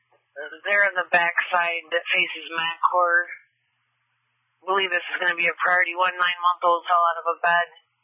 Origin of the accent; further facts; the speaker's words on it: Canada; I'm Canadian.